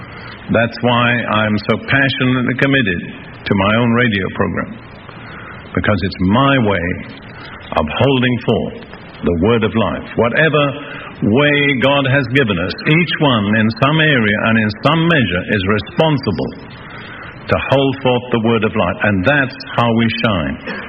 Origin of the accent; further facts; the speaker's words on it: United Kingdom; I'm British